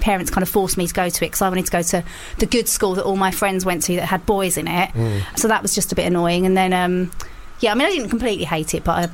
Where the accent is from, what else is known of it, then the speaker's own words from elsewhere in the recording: Leigh-on-Sea, East of England, United Kingdom; accent: Essex; I'm from Leigh-on-Sea in Essex.